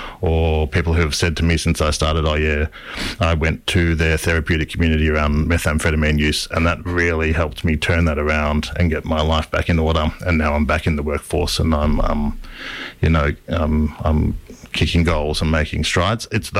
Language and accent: English; Melbourne, Victoria, Australia; now in Daylesford, Australia; I grew up in Melbourne, but in the eastern suburbs, and a lot of my extended family are from the country. So would be out in the country on holidays and for family events, but I guess a city boy originally.